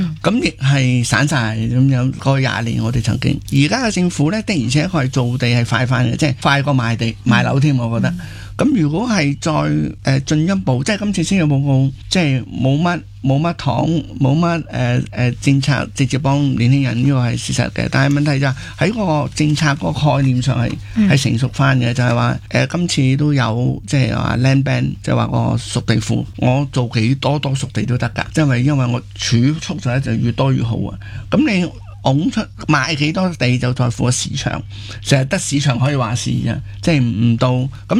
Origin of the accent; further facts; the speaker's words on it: Hong Kong; 我哋香港人